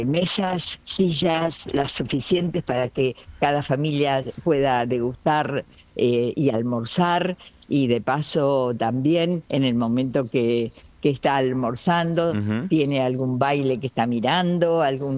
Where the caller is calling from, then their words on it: Argentina; Y somos argentinos